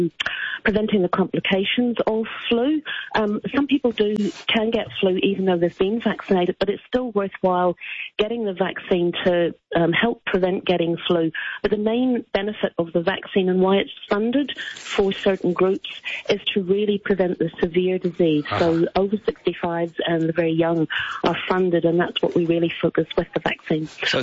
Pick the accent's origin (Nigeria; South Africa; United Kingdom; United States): United Kingdom; Northern Ireland; moved away as an adult; also born or lived in New Zealand; Originally, I'm from Northern Ireland, but I've worked for many years in New Zealand.